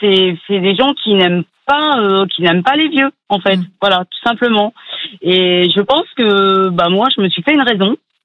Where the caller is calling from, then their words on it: Mennecy, Île-de-France, France; je vous appelle de Mennecy, dans le 91.